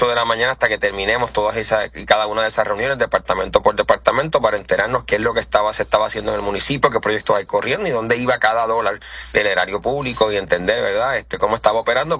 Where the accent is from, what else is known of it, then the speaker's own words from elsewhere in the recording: Cataño, Puerto Rico; contentos con ese respaldo que recibí de mi pueblo de Cataño